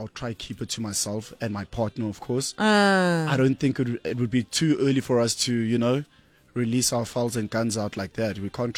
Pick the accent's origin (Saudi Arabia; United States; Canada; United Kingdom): Saudi Arabia; now in Reunion; but girl, we come from the Saudi, man.